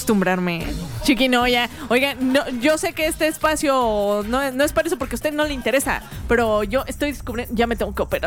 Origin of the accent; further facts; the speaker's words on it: Mexico; now in Chile; Además tengo familia ya, como buena mexicana.